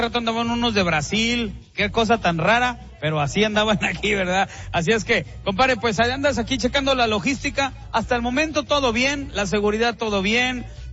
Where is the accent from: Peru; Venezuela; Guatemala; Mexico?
Mexico; Que siga como buenos mexicanos, siempre atendemos a todos al 100%, ¿no?